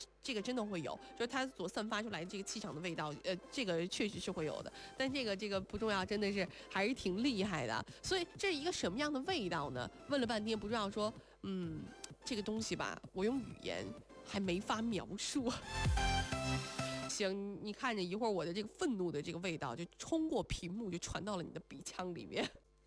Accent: Shanxi, China; moved away; 就拿我作为山西人来说

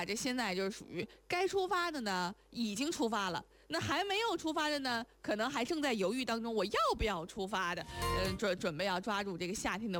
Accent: China; moved away; 这一次他的这个旅行目的地打算要去到这个我的家乡的时候

